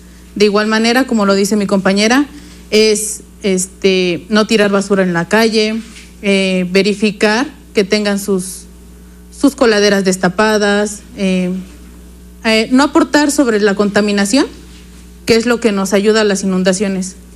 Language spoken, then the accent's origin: Spanish; Puebla, Mexico; soy de aquí de Puebla, bomberos de Puebla, orgullosamente bombero de Puebla.